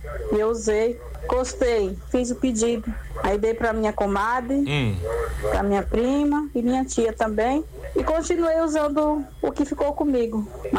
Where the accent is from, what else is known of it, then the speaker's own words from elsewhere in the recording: Guarulhos, São Paulo, Brazil; sou do Parque Jandá, cidade de Guarulhos.